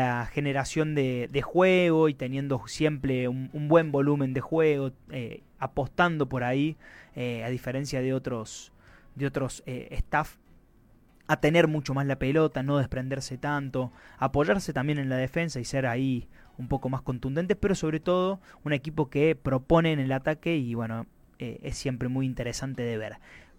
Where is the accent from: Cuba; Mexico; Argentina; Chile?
Argentina; uno como argentino podría decir